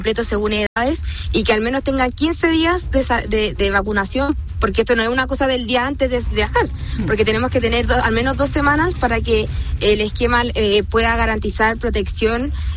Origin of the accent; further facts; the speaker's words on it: Chile; hay ciertos microorganismos que no estamos acostumbrados como chilenos a enfrentar, y ahí se nos vienen los problemas